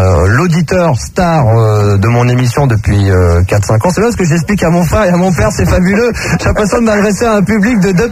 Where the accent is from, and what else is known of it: Versailles, Île-de-France, France; born there